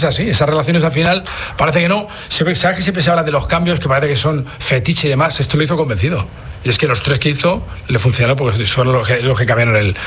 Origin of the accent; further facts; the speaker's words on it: Pamplona, Navarre, Spain; Claro, yo soy navarro, soy de Pamplona